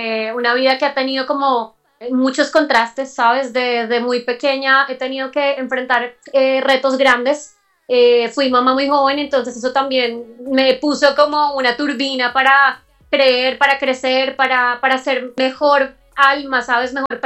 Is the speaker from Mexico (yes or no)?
no; Ibagué, Tolima, Colombia; born there; also born or lived in Bogotá; yo estoy desde Ibagué. Yo nací en Bogotá realmente. Yo soy bogotana del alma, de corazón. Y a los 7 años me vengo a ir a Ibagué